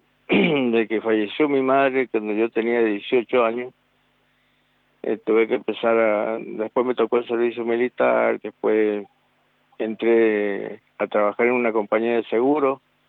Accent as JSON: {"language": "Spanish", "town": "Guaymallén", "region": "Mendoza", "country": "Argentina", "tie": "born or raised there", "said": "siempre nací acá en Mendoza y acá estoy."}